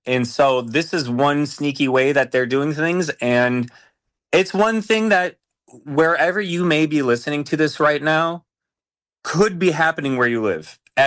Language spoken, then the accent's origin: English; Minneapolis, Minnesota, United States; But me, even just growing up in Southside, in Minneapolis, you know, I had family, my parents had friends, I had teachers along the way.